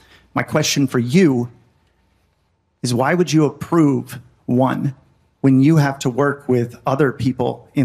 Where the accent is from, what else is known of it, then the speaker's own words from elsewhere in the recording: Austin, Texas, United States; I'm local here, but I grew up in Austin.